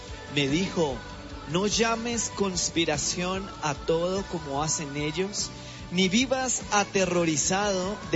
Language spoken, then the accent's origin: Spanish; Colombia; Padre, hoy queremos unirnos como colombianos a creer que por medio de tu intervención estás sacando fuera todo el temor que se está sembrando en medio de cada colombiano